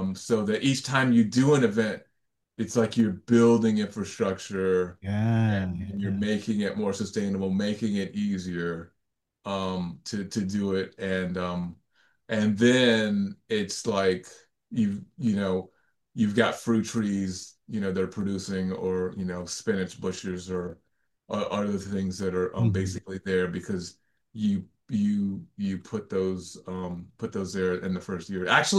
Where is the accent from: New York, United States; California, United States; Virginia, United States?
Virginia, United States; Virginia Beach; I'm from Virginia Beach.